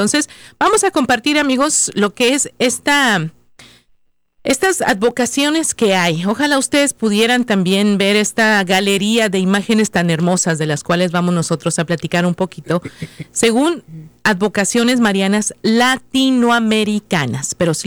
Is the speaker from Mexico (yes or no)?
yes; Mexico; nosotros como mexicanos